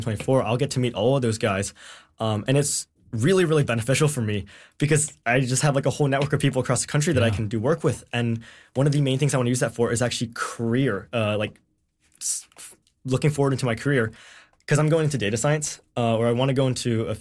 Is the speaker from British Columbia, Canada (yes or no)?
yes; Vancouver, British Columbia, Canada; born there; now in Victoria, Canada; I'm choosing to stay in Victoria because I just love the city so much. I was born in Vancouver, but I moved here in like 2017.